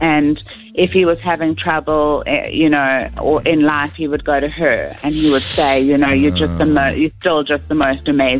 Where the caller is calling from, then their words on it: Johannesburg, Gauteng, South Africa; I'm listening from 4A's Johannesburg.